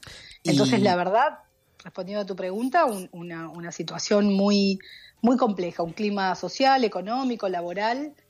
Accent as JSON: {"language": "Spanish", "region": "Tierra del Fuego", "country": "Argentina", "said": "en esta parte del final del mapa existimos, estamos, somos argentinos"}